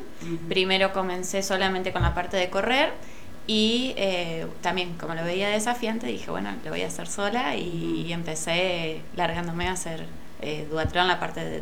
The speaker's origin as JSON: {"language": "Spanish", "town": "Valle María", "region": "Entre Ríos", "country": "Argentina", "said": "la aldea donde soy, de Valle María"}